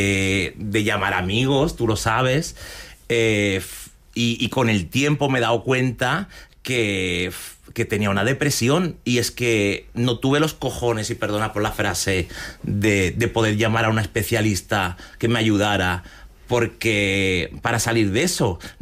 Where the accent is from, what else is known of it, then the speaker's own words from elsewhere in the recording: Balearic Islands, Spain; now in Mairena del Aljarafe, Spain; irnos a Sevilla para que tuviese una vida como más tranquila en Mairena del Aljarafe, que se parecía más a mi adolescencia que tuve en Menorca.